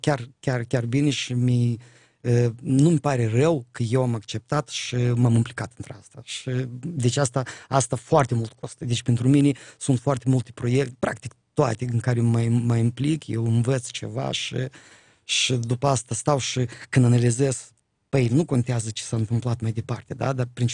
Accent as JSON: {"language": "Romanian", "country": "Moldova"}